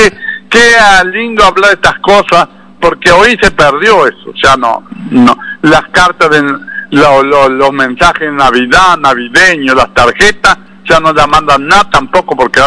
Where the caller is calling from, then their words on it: Argentina; como argentino y hombre de radio